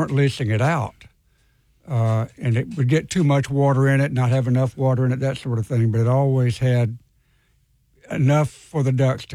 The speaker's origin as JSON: {"language": "English", "region": "Georgia", "country": "United States", "tie": "born or raised there", "said": "An old friend of mine I grew up with out in Georgia, Woody Murrah, moved out here in 2014"}